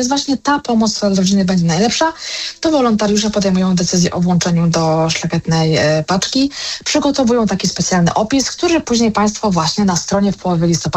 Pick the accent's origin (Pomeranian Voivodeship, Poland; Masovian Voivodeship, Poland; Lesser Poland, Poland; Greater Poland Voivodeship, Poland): Lesser Poland, Poland; Kraków; Ojeju, ja jestem z Krakowa i mogłoby się wydawać, że Kraków to jest takie z pewnością jedno z zamożniejszych miast.